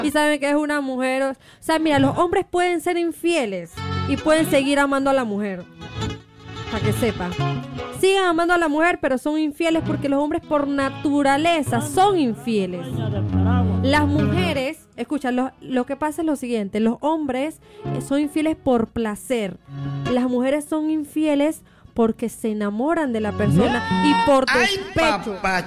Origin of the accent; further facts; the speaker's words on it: Veraguas, Panama; somos de Veragua.